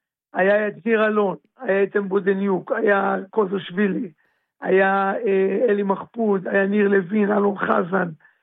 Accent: Beersheba, Southern District, Israel; moved away as an adult; now in Petah Tikva, Israel; זה משהו שגדלתי שם, כל המשפחה שלי שם, אני נוסע הרבה לבאר שבע

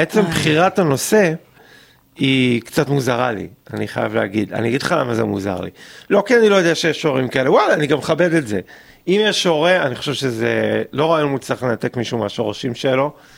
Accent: Central Israel, Israel; אני גדלתי במרכז.

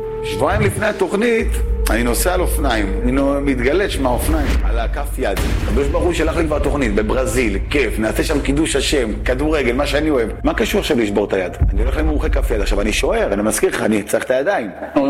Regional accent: Tel Aviv, Tel Aviv District, Israel; גדלתי בבית מרובה ילדים, בתל אביב.

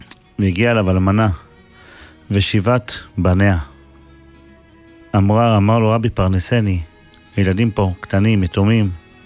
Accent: Safed, Northern District, Israel; קבור בצפת ברחוב לוחמי הגטאות. שם גדלנו

